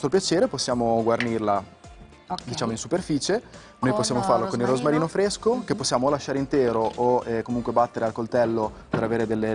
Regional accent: Emilia-Romagna, Italy; io che sono emiliano, siamo ricchi nella nostra tradizione di formaggi

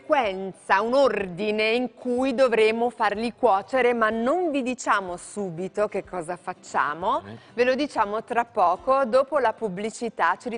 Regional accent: Campania, Italy; Io sono campana

